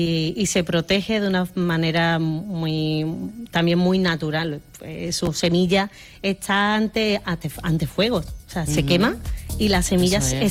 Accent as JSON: {"language": "Spanish", "town": "Seville", "region": "Andalusia", "country": "Spain", "tie": "born there", "moved": "yes", "lives_now": "Calañas, Spain", "said": "Somos de Calañas, mis hermanos y mi familia somos... Pero bueno, desde muy chico vivimos en Sevilla. Y yo he sido la única de mis 5 hermanos que he vuelto a vivir en Calaña."}